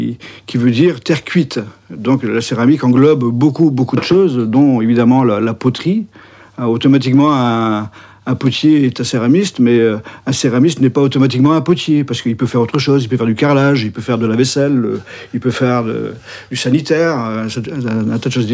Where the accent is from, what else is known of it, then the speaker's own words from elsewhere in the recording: Brittany, France; born there; je suis breton du Léon